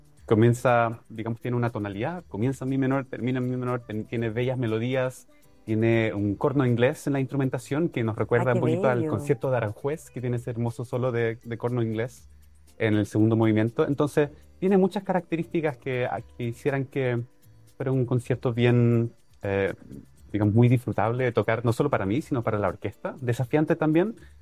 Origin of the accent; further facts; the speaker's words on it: Viña del Mar, Valparaíso, Chile; moved away as an adult; also born or lived in London; y no me fui hasta los, 22, si no me equivoco. Y más importante que eso, soy viñamarino. Yo viví en Viña, mi niñez, mi adolescencia, y fue el comienzo de mi adolescencia.